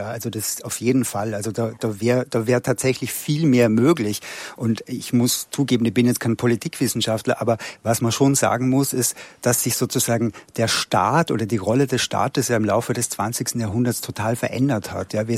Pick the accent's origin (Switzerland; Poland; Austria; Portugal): Austria; ich bin ja aus Österreich